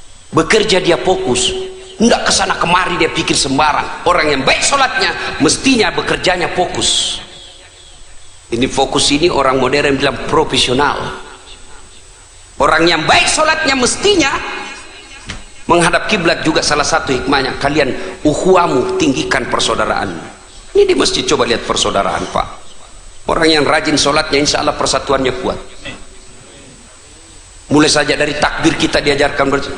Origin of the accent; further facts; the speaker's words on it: South Sulawesi, Indonesia; now in Jakarta, Indonesia; datang orang Bugis kampung saya.